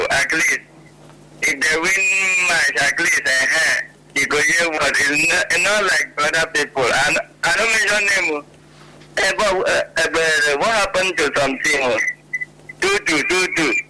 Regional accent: Colombia; Yeah, I'm from Colombia.

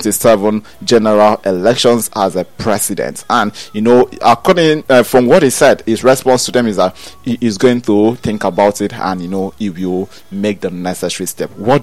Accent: Nigeria; As a Nigerian

